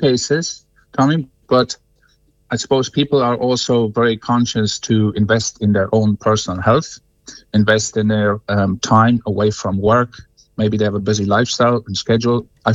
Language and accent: English; South Africa; now in Cong, Ireland; No, I'm originally from South Africa, I suppose.